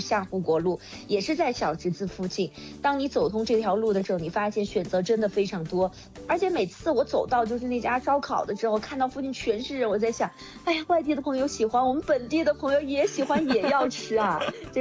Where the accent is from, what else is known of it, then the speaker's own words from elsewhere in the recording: Guiyang, Guizhou, China; 咱们贵阳人的这个热情依旧是很火热的。